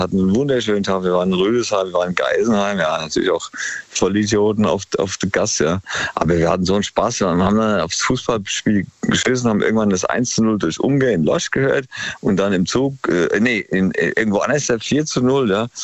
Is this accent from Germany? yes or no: no; Palaikastro, Crete, Greece; Und dann am 5. von Athen über auf Kreta, meine Heimat eigentlich, Palikastro.